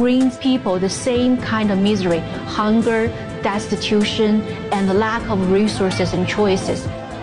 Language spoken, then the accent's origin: English; China; now in United States; When I was growing up in China, under socialism, I was always hungry. Everything was on ration. There was a very limited amount of sugar per household.